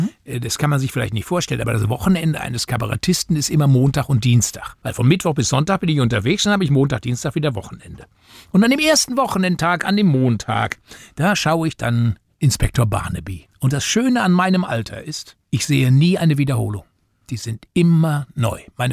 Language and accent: German; Bornheim, North Rhine-Westphalia, Germany; die können ja nicht wissen, ich komme aus Bornheim, der beste Spargel, der kommt aus Bornheim.